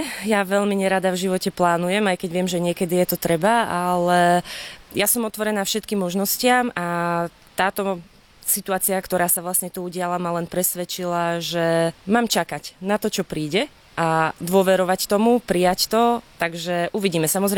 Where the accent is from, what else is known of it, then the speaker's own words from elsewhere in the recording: Lučenec, Banská Bystrica Region, Slovakia; moved away as an adult; now in Bratislava, Slovakia; Pochádzam z Lučenca, ale 10 rokov žijem v Bratislave